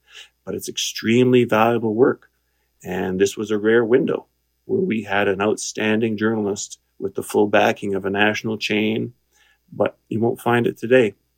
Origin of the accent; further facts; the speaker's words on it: Alberta, Canada; I was born and raised in Alberta.